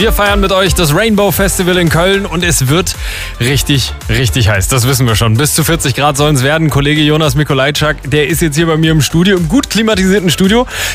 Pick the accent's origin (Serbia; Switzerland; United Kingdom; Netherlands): United Kingdom; England; Als Engländer